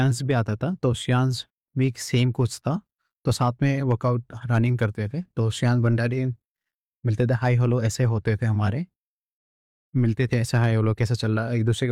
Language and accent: Hindi; Uttarakhand, India; now in Mumbai, India